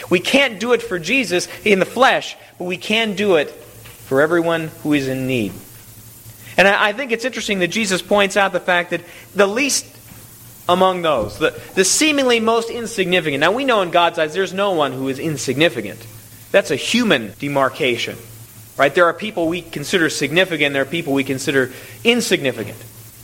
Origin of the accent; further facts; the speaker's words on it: United States; we also have the great blessing of being an American and knowing that most of us, we have a place to stay.